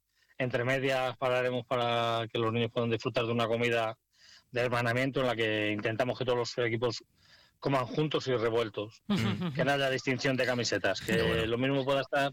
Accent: Salamanca, Castile and León, Spain; porque somos de Salamanca, pues hay muchas familias en Salamanca que nos decían que por qué no invitábamos a su equipo

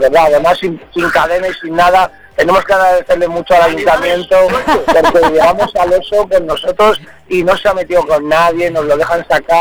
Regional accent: Zamora, Castile and León, Spain; vamos a tirar para casa, para nuestra querida Zamora

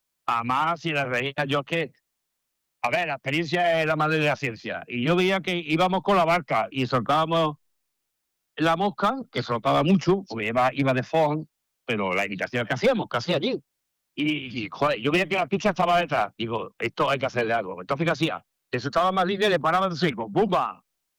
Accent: Córdoba, Andalusia, Spain; moved away as an adult; now in Logroño, Spain; yo llevo pescando de chaval, ahí en Córdoba, a los barbos y a las carpas. Pero cuando me vine aquí ya a Logroño, ya tenía 30 años

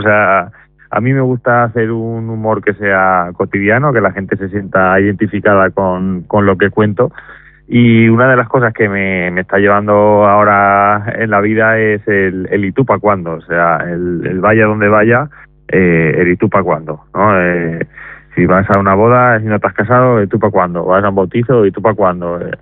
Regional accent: Albacete, Castilla-La Mancha, Spain; Yo en concreto soy de Albacete, que es donde han salido varios cómicos muy reconocidos como Goyo Jiménez, Ernesto Sevilla, Joaquín Reyes, Raúl Cima, etcétera.

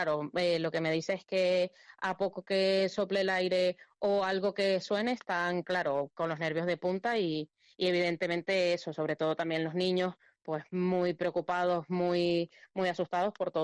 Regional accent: Venezuela; now in León, Spain; la verdad que nosotros como venezolanos estando fuera somos bastante unidos

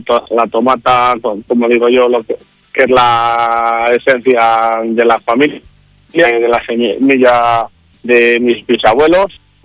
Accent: Palenzuela, Castile and León, Spain; como soy de Palenzuela, es el estandarte de Palenzuela.

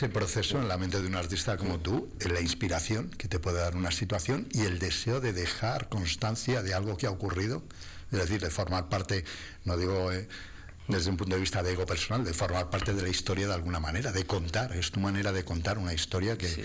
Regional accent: Community of Madrid, Spain; Eres madrileño, eso nos conecta también, somos madrileños segovianos

